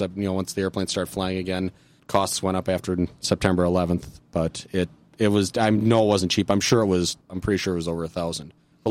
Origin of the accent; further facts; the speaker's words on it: Oshkosh, Wisconsin, United States; I was born here. I grew up here in Oshkosh, still live here today.